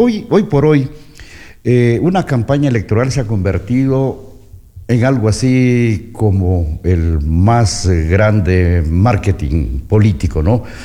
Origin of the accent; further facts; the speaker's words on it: Ecuador; Somos los ecuatorianos.